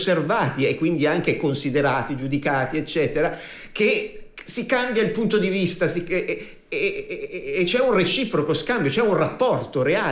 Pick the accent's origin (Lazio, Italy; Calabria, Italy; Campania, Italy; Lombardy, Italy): Lombardy, Italy; Milan; now in Sicily, Italy; subito da milanesi